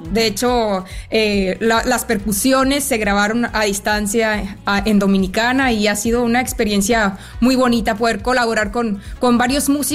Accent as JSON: {"language": "Spanish", "region": "Sonora", "country": "Mexico", "moved": "yes", "lives_now": "Mexico City, Mexico"}